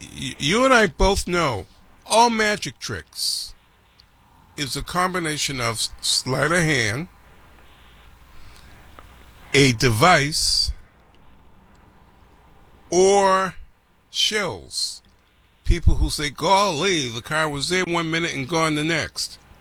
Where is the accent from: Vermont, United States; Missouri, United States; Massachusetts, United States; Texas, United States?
Massachusetts, United States; Boston; growing up in Boston, as I did